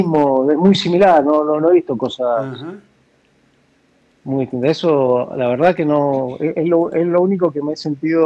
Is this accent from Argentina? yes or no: yes; Mendoza, Argentina; Nuestro país sigue siendo el más caro del mundo.